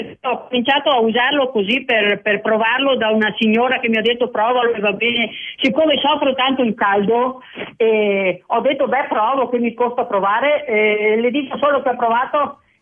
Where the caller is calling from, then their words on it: Mel, Veneto, Italy; Non sono proprio da Belluno, sono da Mel, in provincia di Belluno.